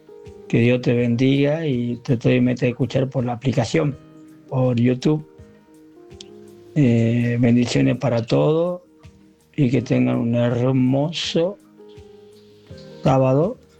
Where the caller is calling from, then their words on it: Salta, Argentina; de Salta Capital.